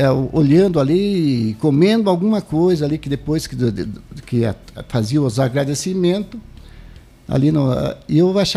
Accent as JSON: {"language": "Portuguese", "town": "Guareí", "region": "São Paulo", "country": "Brazil", "tie": "born or raised there", "also_born_or_lived": "Itapetininga", "moved": "as an adult", "lives_now": "Angatuba area, Brazil", "said": "Eu nasci no Bairro do Cerro."}